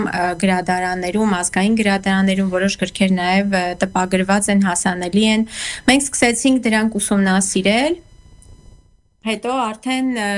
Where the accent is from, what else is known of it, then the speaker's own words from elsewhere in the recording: Goris, Syunik, Armenia; born there; now in Yerevan, Armenia; ես ծնունդով Գորիսից եմ